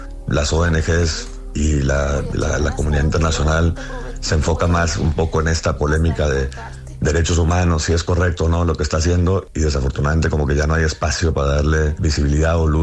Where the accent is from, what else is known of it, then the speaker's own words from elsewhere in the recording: Colombia; now in Mexico; en algunos países latinoamericanos como Colombia, de donde soy, o de México, donde vivo